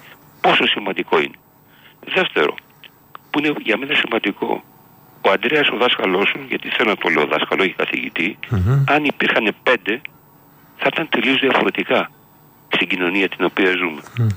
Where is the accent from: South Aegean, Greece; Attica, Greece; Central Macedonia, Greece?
Attica, Greece; Kaisariani; Εγώ γεννήθηκα στην Κεσαριανή, ο πατέρας Μικρά Ασία